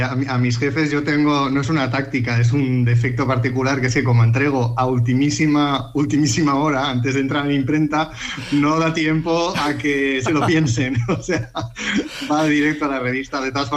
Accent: Valencian Community, Spain; Y yo, como soy valenciano, pues no sé, esta cosa escatológica es una cosa que no nos importa hacer

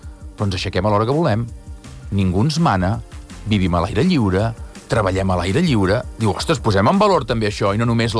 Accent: Sant Feliu de Buixalleu, Catalonia, Spain; a casa, a Sant Feliu de Buixalleu, a Girona

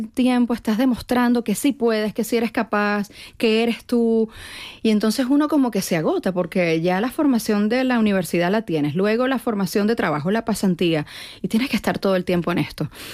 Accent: Venezuela; now in Madrid, Spain; tengo 10 años que no voy a Venezuela también. En 10 años ha cambiado muchísimo el país. No sé cómo se paga allí hoy en día, como nada. Yo estoy madrileña

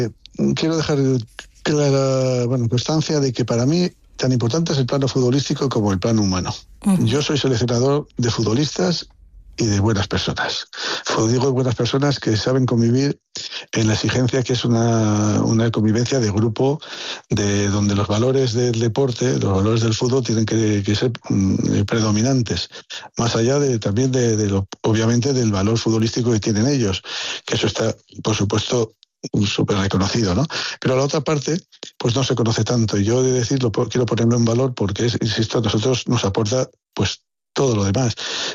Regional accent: La Rioja, Spain; Yo soy un gran aficionado a la gastronomía y a la enología, me gusta el vino, soy riojano

